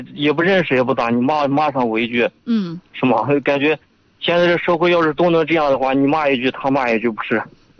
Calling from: Yuncheng, Shanxi, China; 我是运城江县的。

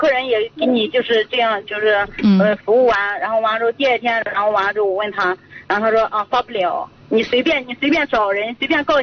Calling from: Yuncheng, Shanxi, China; 我是咱们山西运城盐湖区的。

